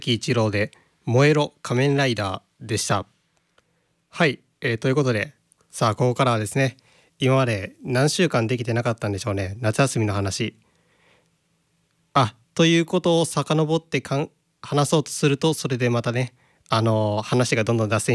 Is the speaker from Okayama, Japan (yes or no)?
yes; Okayama, Japan; それから私の地元岡山にですね、如水太鼓という太鼓がありまして、